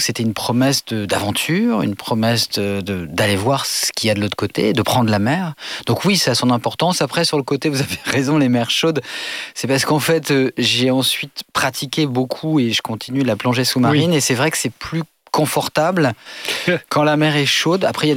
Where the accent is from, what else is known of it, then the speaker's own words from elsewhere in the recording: Normandy, France; also born or lived in Le Havre; là où j'ai grandi, dans un petit village à côté du Havre, sur les falaises